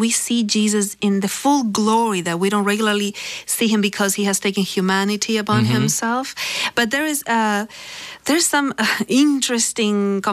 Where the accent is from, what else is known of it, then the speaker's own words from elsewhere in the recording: Argentina; accent: Argentinian; English is a second language; moved away; In my Argentinian accent